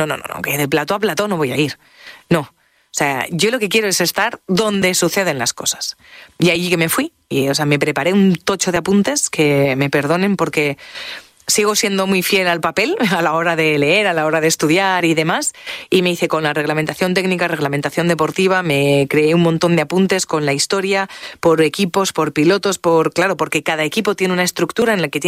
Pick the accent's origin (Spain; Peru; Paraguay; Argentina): Spain